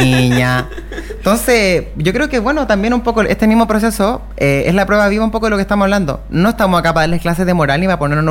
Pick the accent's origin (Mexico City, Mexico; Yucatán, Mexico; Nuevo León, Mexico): Nuevo León, Mexico; Monterrey; nos mandamos las partes y somos regias y hacemos cosas